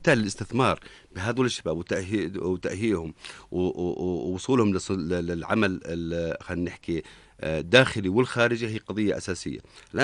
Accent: Jordan; عندنا بالأردن

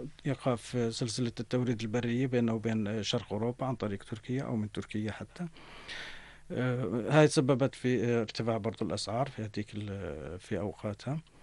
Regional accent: Jordan; عندنا في الأردن

